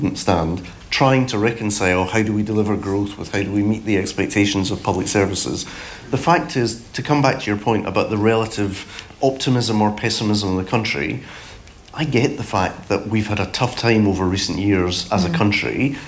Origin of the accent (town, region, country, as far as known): Scotland, United Kingdom